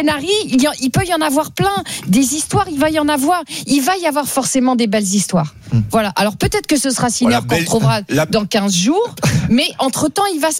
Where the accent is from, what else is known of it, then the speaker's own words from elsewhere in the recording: France; on est français